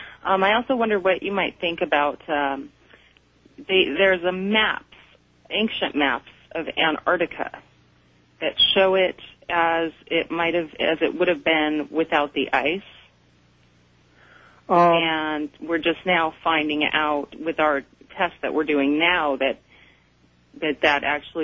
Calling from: Portland, United States; in Portland.

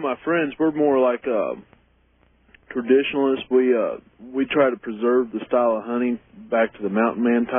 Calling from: Columbia, Missouri, United States; I'm from Columbia, Missouri. Columbia. Listen to you on 1400 KFRU.

